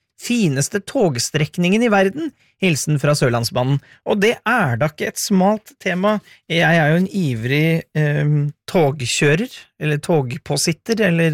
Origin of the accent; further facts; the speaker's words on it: Hamar, Innlandet, Norway; Jeg kommer jo fra Hamar, og der har vi jo et veldig kjent vikingskip.